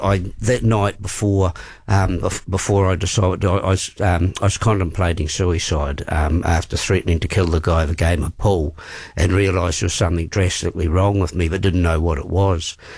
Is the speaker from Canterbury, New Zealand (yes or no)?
yes; Canterbury, New Zealand; now in Waikuku, New Zealand; I'm a Ngātahi boy, born and bred, and can't get out of the place. Love it down there. Live on the beach now in Waikuku. So I grew up there. Went to Langs Road Academy for Higher Learning in Intellectual Giants, which is known as Papanui High.